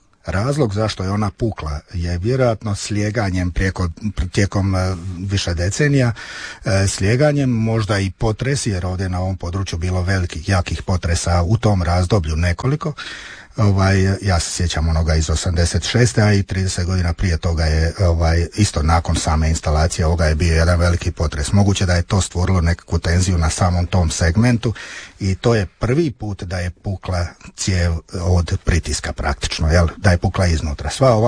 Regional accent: Vrpolje, Brod-Posavina County, Croatia

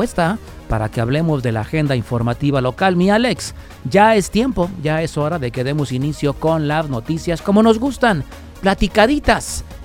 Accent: Guadalajara, Jalisco, Mexico; orgullosos tapatíos

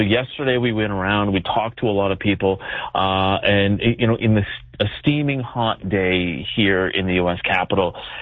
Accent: Canada; I'm Canadian

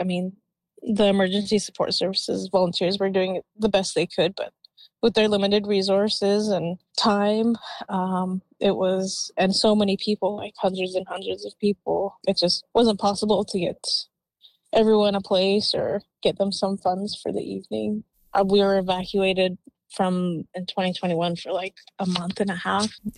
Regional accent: Penticton, British Columbia, Canada; We're both from large families. I'm originally from Penticton, and my home community is Penticton Indian Band.

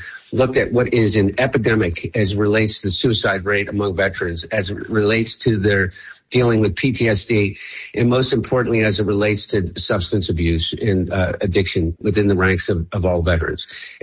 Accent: United States; Look, I'm an American.

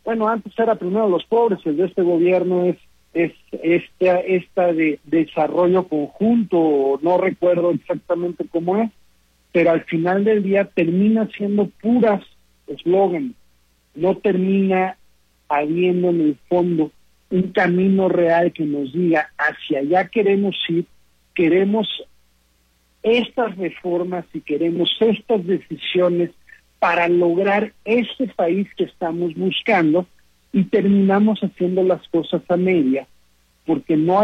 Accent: Mexico; no terminamos de hacer un consenso de hacia dónde estamos caminando como mexicanos

